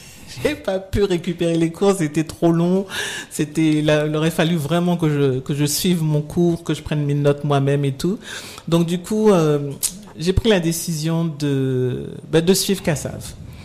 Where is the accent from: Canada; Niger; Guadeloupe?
Guadeloupe; moved away; j'ai quitté la Guadeloupe en étant dans une chorale.